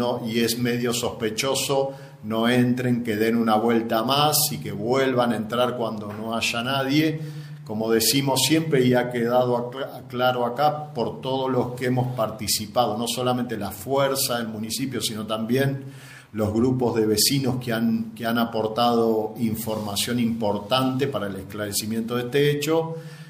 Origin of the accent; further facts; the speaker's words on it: Ramallo, Buenos Aires Province, Argentina; soy de Ramallo